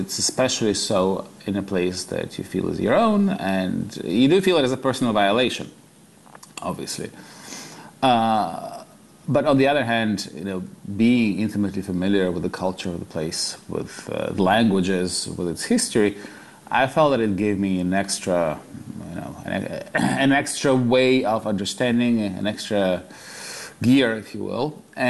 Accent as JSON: {"language": "English", "region": "Kyiv", "country": "Ukraine", "tie": "born or raised there", "moved": "as an adult", "lives_now": "United States", "said": "I started writing in Kiev, in Ukraine, which is my hometown, back when the Ukraine was still part of the Soviet Union."}